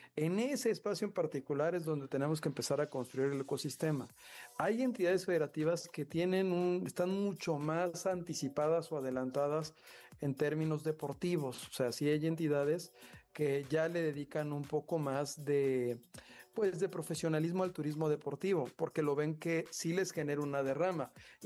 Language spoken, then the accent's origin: Spanish; Ensenada, Baja California, Mexico; de Tierra Bendita, de donde yo soy, allá de Baja California, ensenadense.